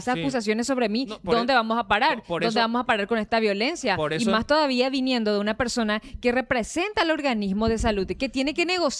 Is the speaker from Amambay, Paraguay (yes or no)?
yes; Amambay, Paraguay; yo soy de Amambay, pero a mí no me dicen sos narco por ser de Amambay.